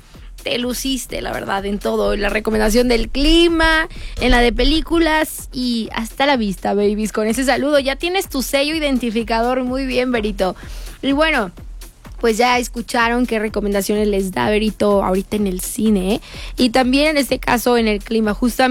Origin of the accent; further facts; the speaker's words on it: Mexico; nosotros como mexicanos, que somos anfitriones